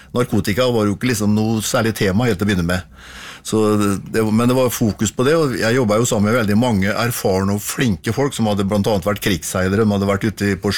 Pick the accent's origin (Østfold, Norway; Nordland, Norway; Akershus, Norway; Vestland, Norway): Østfold, Norway; Fredrikstad; Altså, jeg vokste opp på Rolse og jeg gikk på skole her I Fredrikstad og sånn